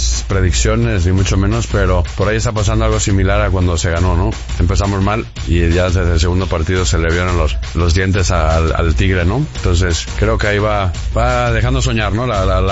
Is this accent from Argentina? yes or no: no; Spain; now in Mexico City, Mexico; somos varios socios que somos españoles